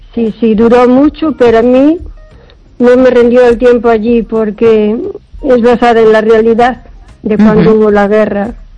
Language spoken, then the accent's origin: Spanish; O Carballiño, Galicia, Spain